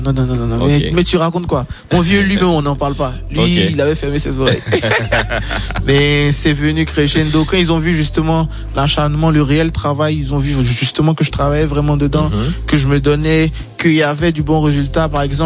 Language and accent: French; Bingerville, Abidjan, Côte d’Ivoire; Je viens de Benjerville, ouais. Mais je suis Atier, j'ai mon ethnie.